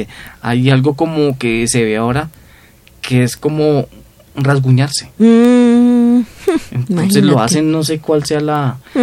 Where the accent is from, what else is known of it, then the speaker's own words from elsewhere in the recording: Cali, Valle del Cauca, Colombia; Cuando era niño en Cali